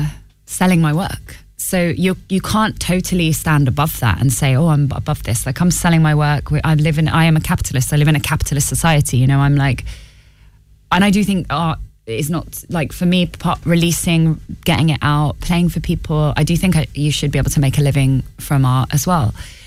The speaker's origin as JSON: {"language": "English", "country": "Ireland", "said": "as an Irish, you know, person as well"}